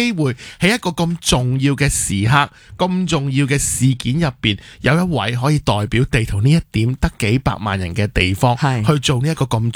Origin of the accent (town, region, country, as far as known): Hong Kong